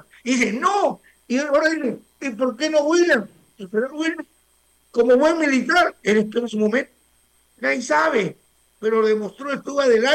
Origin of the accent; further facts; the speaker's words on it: Ica, Peru; en el sur, en mi tierra